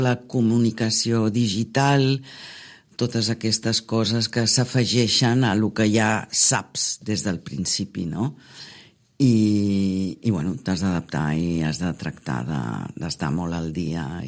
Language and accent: Catalan; Belgium; moved away as an adult; now in Sitges, Spain; Que jo he nascut i crescut a Bèlgica. Uh-huh. I vaig conèixer el meu home i viure a Sitges amb ell